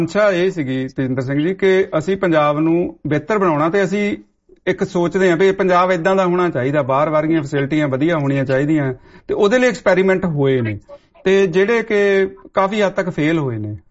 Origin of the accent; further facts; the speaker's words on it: Woolgoolga, New South Wales, Australia; ਮੈਂ ਵਲਗੁਲਗੇ ਤੋਂ ਹਾਂ ਜੀ, ਇੱਥੇ ਆਸਟ੍ਰੇਲੀਆ ਦਾ ਪਹਿਲਾ ਪਿੰਡ